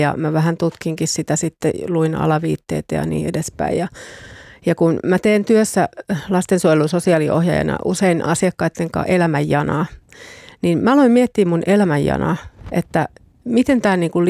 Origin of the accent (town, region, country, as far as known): Eastern Finland, Finland; born or raised there